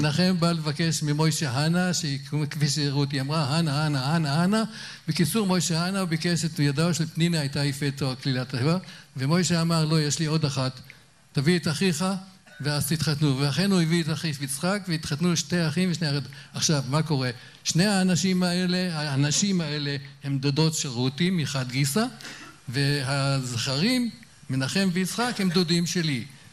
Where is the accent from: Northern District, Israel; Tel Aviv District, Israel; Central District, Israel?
Northern District, Israel; Rosh Pinna; כי ראש פינה היא נשמתי, ראש פינה שלי, ראש פינה נולדתי בראש פינה